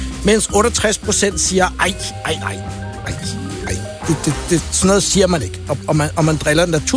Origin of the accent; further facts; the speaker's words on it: Virum, Capital Region of Denmark, Denmark; derhjemme på Kaplervej 74 i Virum, mit barndomshjem